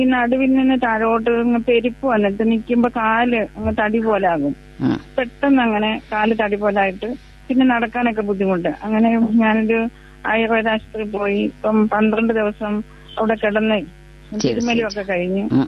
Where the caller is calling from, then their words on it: Kayamkulam, Kerala, India; Kayamkulam.